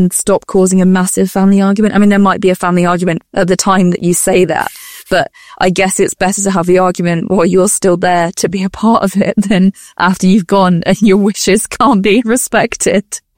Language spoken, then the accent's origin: English; United Kingdom; we're British.